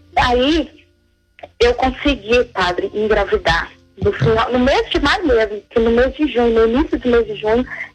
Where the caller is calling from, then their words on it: São José dos Campos, São Paulo, Brazil; Eu falo de São José dos Campos, São Paulo.